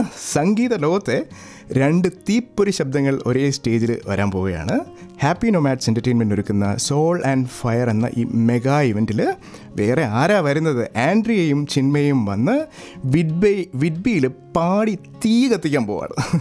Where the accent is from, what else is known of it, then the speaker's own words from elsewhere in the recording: Thiruvananthapuram, Kerala, India; now in Scarborough, Canada; ഞാനൊരു ട്രിവാൻഡ്രംകാരനാണ്.